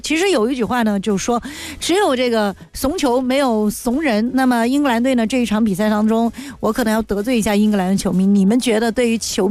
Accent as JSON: {"language": "Chinese", "country": "China", "said": "我们中国人说吃一亏长一智"}